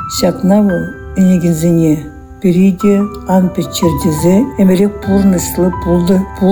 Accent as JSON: {"language": "Russian", "region": "Chuvashia", "country": "Russia", "said": "я из России, по национальности чувашка."}